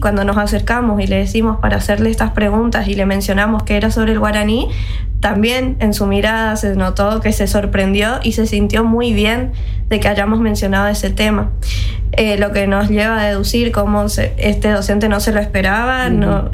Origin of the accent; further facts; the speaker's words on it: San Roque, Corrientes, Argentina; yo soy del interior de Corrientes